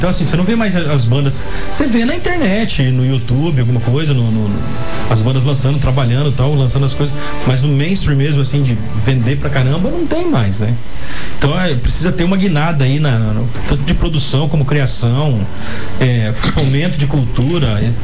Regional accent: Paraná, Brazil; moved away; also born or lived in Mato Grosso do Sul; então já me sinto sul-mato-grossense. A cultura do sul-mato-grossense, como do norte do Paraná também, de onde eu vim, tá?

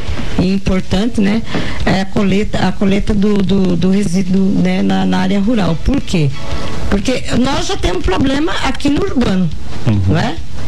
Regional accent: Rio Grande do Sul, Brazil; E eu nasci em assentamento da reforma agrária. Eu sou gaúcha, nasci no Rio Grande do Sul, né? E tive um longo período da minha vida estudando na escola rural.

